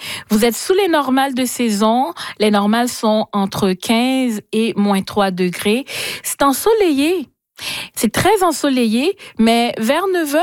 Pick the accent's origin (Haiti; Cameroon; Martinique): Haiti; moved away; j'ai grandi en Haïti